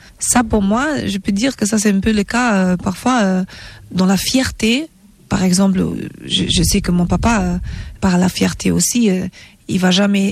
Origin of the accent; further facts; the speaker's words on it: Germany; J'aime les bretzels aussi parce que j'ai grandi en Allemagne et j'aime le foufou et le okra et le egusi de Nigeria.